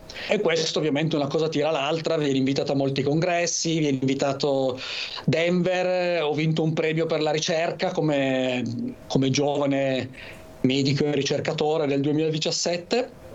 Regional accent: Liguria, Italy; now in Zurich, Switzerland; Ho 3 bambini, una moglie italiana anche lei, non ligure, ma italiana, e abbiamo 3 bambini che sono nati qua a Zurigo.

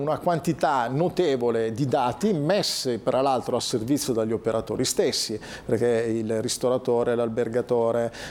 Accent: Como, Lombardy, Italy; Io vengo da Como, dove c'è un brand molto affermato, che è Lake Como. Vi dico che da Comasco

